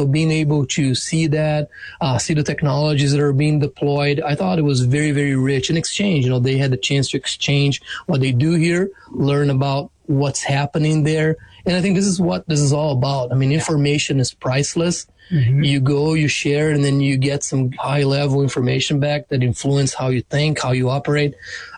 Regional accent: São Paulo, Brazil; We spent some time in my hometown in São Paulo State. We went to Paraná State, which is further south in Brazil, and then we ended in Mato Grosso, where the massive farms are.

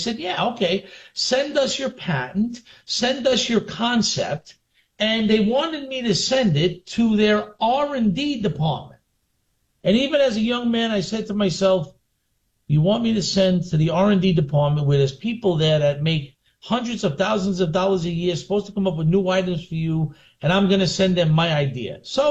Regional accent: Brooklyn, New York, United States; Now, growing up in Brooklyn, you know, I went to local pizzerias.

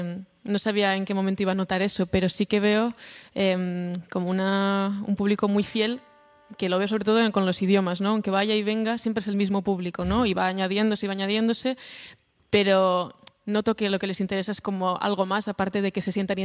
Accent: Bilbao, Basque Country, Spain; now in Barcelona, Spain; Sí, yo soy de Bilbao, sí, sí. Pero vivo en Barcelona hace ya, va a ser 7 años, yendo y viniendo.

